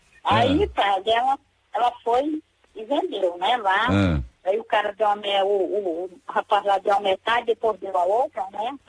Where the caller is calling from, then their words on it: Roraima, Brazil; Eu falo aqui de Roraima, mas estudo no Mucajaí.